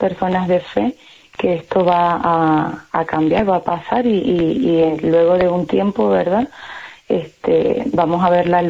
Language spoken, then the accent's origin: Spanish; Venezuela; Y agradecidos como venezolanos por toda esta iniciativa